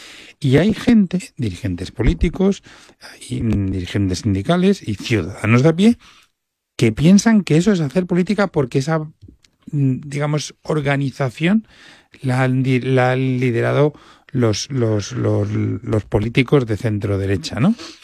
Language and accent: Spanish; Spain; soy español y España es esto, es tan simple como es.